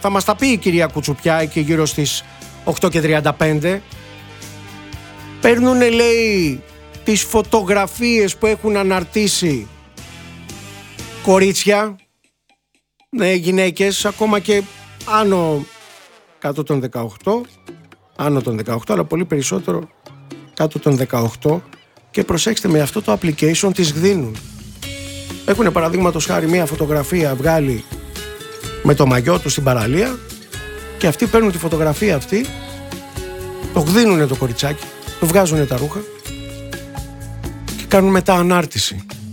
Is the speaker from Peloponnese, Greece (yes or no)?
yes; Molaoi, Peloponnese, Greece; στο χωριό μου στους Μολάους.